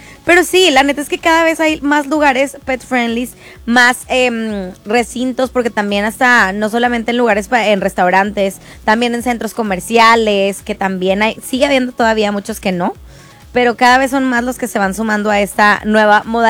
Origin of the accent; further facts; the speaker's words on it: Monterrey, Nuevo León, Mexico; ya sabes cómo somos los mexicanos y los regios también específicamente